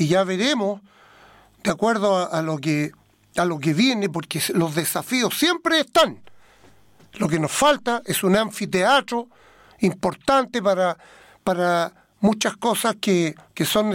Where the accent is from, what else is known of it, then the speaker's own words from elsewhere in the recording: Chile; somos de Chile